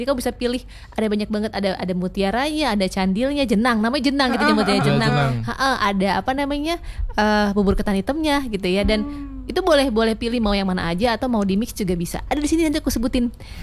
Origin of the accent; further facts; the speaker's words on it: West Java, Indonesia; now in Yogyakarta, Indonesia; jadi kan aku asli Jawa Barat.